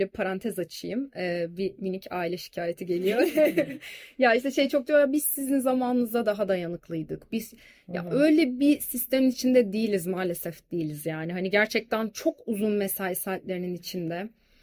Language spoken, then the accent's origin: Turkish; Antalya, Turkey; Ben Antalyalıyım. Ara ara gidiyorum Antalya'ya